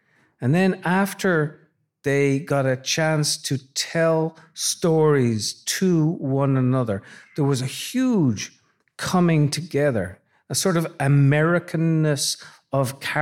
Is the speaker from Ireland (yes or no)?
yes; Ireland; moved away as an adult; now in United States; So I come from Ireland, and you know, I grew up with literature and the sense of the Irish identity